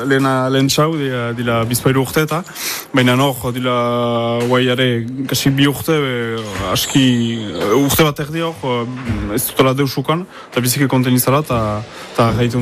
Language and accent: Basque; Saint-Étienne-de-Baïgorry, Nouvelle-Aquitaine, France; 25 urtetut, eta Baigorrikoan iz.